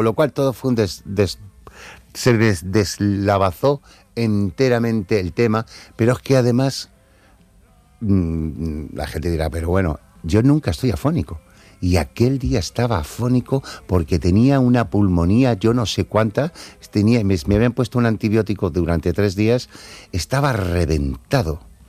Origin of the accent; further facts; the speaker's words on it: Cádiz, Andalusia, Spain; moved away; yo seguía siendo gaditano, que yo seguía teniendo, llevando a Cádiz en el corazón